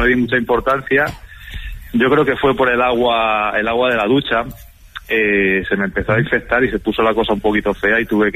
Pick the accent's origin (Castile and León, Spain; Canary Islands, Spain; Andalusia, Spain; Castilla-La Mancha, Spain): Castile and León, Spain; Zamora; now in Barcelona, Spain